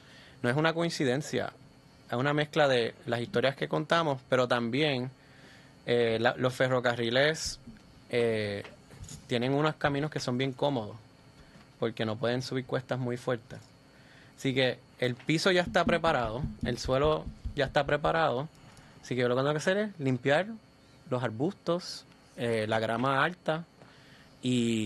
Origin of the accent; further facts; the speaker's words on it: Vega Alta, Puerto Rico; yo me crié en Vega Alta, cerca de la playa, Cerro Gordo.